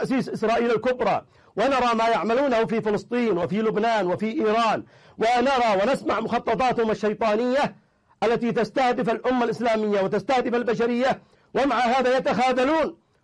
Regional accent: Yemen; نحن كشعب يمني

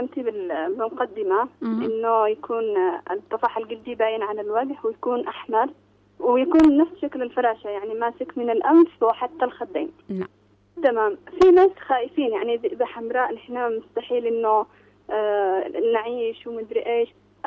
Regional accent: Yemen; عندنا في اليمن

